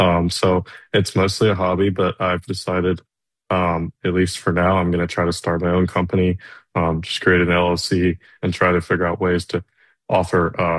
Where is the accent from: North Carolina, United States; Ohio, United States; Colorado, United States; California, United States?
North Carolina, United States; Raleigh; growing up in Raleigh. I grew up in Raleigh. I was born in Raleigh, so I'm from North Carolina.